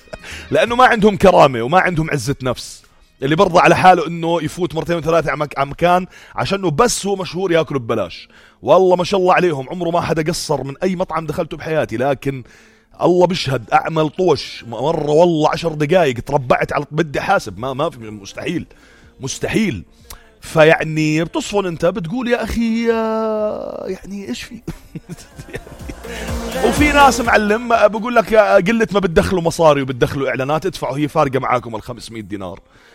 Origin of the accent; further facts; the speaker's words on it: Jordan; انا مواطن اردني